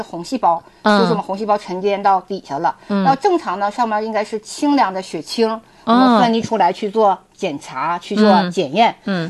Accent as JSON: {"language": "Chinese", "region": "Northeast China", "country": "China", "said": "咱们东北人的习惯呢是夜间吃得很好"}